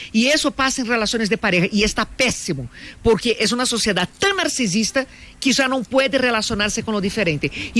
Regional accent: Colombia; Entonces, somos colombianos.

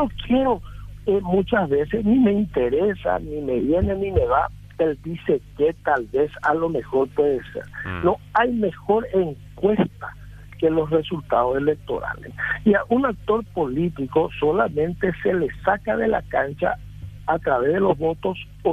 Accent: Ciudad del Este, Alto Paraná, Paraguay; lo que me conviene como paraguayo y como colorado y como esteño.

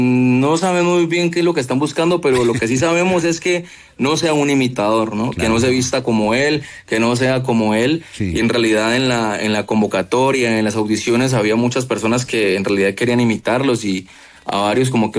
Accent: Popayán, Cauca, Colombia; No, yo soy de Popayán, pero entonces estoy queriendo abrir puertas en Bogotá

